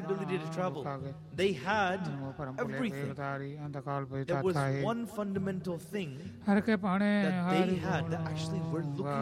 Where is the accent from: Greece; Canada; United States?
Canada; born or raised there